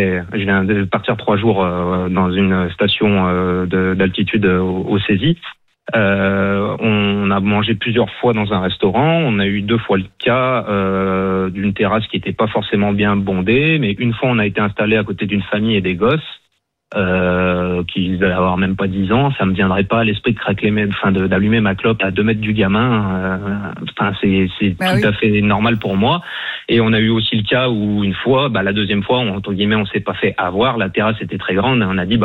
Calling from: Lyon, Auvergne-Rhône-Alpes, France; Moi, je suis fumeur, pour vous donner un exemple. Donc, je suis sur Lyon.

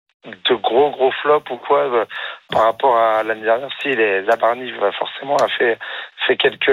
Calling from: France; On est français

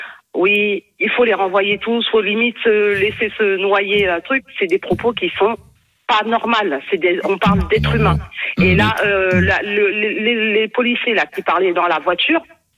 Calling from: Pays de la Loire, France; Je suis en Vendée, je suis dans une petite ville.

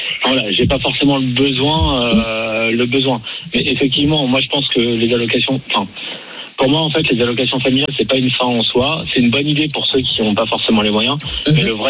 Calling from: Puteaux, Île-de-France, France; j'habite à Puteaux. Une ville où, voilà, on est plutôt bien dans nos dans les services et dans les infrastructures.

